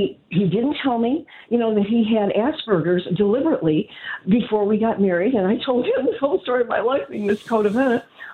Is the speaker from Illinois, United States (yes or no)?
yes; Chicago, Illinois, United States; now in Scottsdale, United States; the Greek Orthodox Church, my original faith, because when I grew up in Chicago